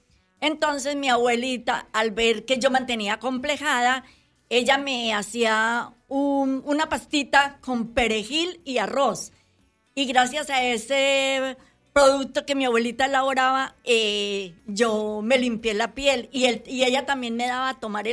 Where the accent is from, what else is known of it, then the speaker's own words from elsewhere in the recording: Colombia; soy colombiana.